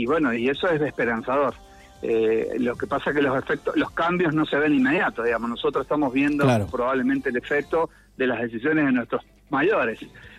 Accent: Mendoza, Argentina; Es como yo, como mendocino, como aldearense, me encanta ir a la enramada, ir al río, ir al Club Banco

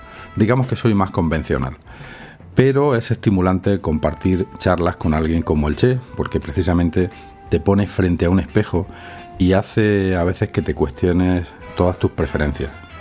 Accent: Almería, Andalusia, Spain; Yo soy de Almería

